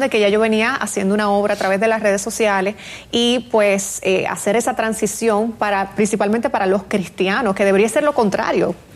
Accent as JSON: {"language": "Spanish", "country": "Dominican Republic", "moved": "yes", "said": "yo vivía en República Dominicana."}